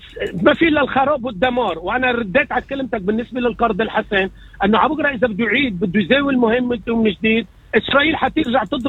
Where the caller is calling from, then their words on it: North Lebanon, Lebanon; أنا ابن الشمال ما كان عندي إياها بلبنان، بمنطقتي بالشمال.